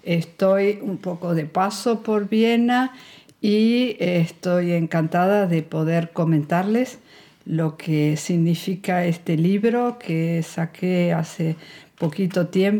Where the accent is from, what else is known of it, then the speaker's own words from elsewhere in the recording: Argentina; moved away as an adult; now in Belgium; yo soy argentina, soy abogada y llegué a Bélgica en el año 2000 con mi marido, que tenía un trabajo en la Comisión Europea.